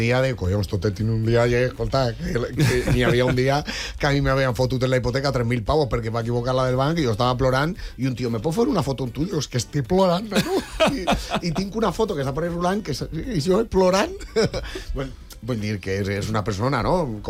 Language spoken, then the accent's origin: Catalan; Valencia, Valencian Community, Spain; soc de Torrefiel, soc més de barri que els columpios.